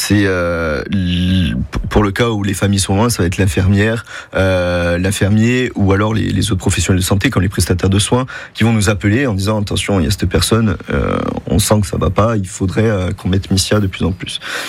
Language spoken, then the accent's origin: French; Corsica, France